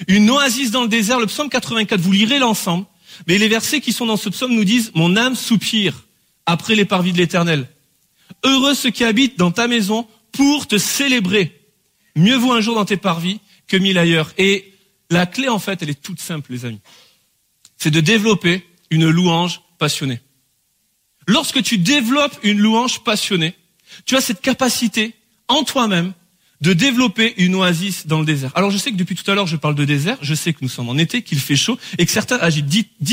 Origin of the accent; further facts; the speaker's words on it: France; Et les amis, on est français pour la grande majorité d'entre nous. En tout cas, on est en France.